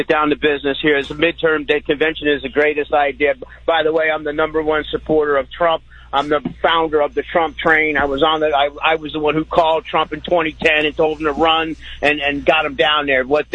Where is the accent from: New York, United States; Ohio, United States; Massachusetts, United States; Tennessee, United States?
New York, United States; I am from the Bronx, New York